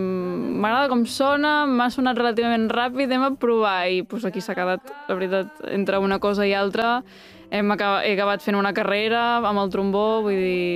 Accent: Catalonia, Spain; Al final jo també sóc de l'Empordà, prop de la costa

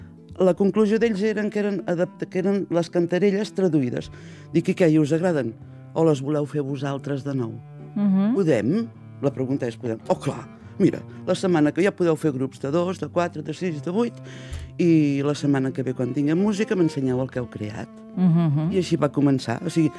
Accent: Catalonia, Spain; accent: southern Tarragona speech; perquè és un parlar del sud de Tarragona, ja no, i diem diferent

